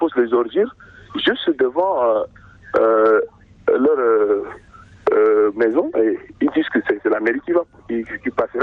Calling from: Guéréda, Wadi Fira, Chad

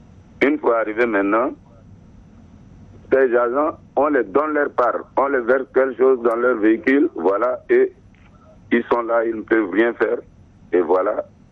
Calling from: N'Djamena, Chad; Moi, je suis à Tukra

